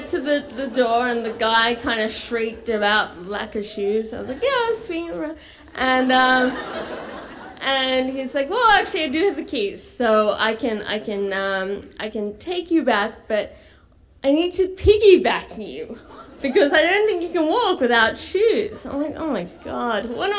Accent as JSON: {"language": "English", "country": "Australia", "moved": "yes", "said": "I'm Australian"}